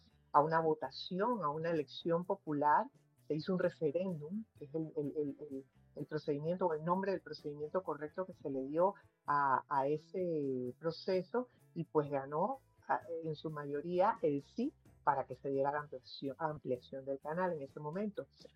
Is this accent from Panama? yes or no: yes; Panama; yo, como panameña